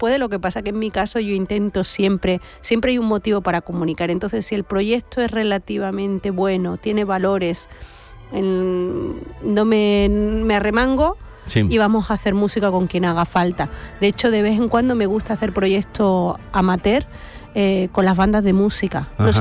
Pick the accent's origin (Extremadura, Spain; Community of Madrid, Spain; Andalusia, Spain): Andalusia, Spain